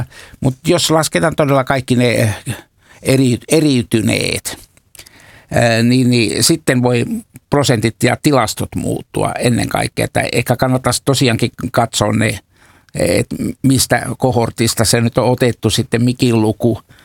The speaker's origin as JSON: {"language": "Finnish", "region": "Eastern Finland", "country": "Finland", "said": "meillä Itä-Suomessa on tietysti ollut niin kuin tämä perheet on niin kuin kasvaneet ja olleet koko ajan yhdessä aivan eri lailla kuin Länsi-Suomessa."}